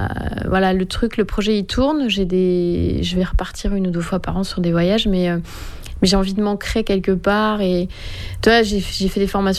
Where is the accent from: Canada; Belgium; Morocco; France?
France